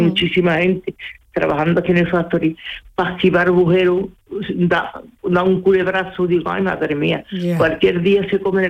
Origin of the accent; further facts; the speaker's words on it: Cumbres Mayores, Andalusia, Spain; porque nosotros somos de Cumbres Mayores. Ah. Nosotros traíamos las chacinas de toda la sierra, el pescado de Huerva